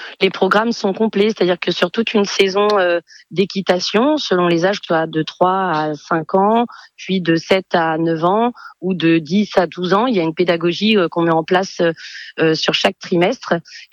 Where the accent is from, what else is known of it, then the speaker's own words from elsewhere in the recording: Yvetot, Normandy, France; je suis issue du Poney Club, j'ai grandi à Lettré-de-Mézerville à Yvetot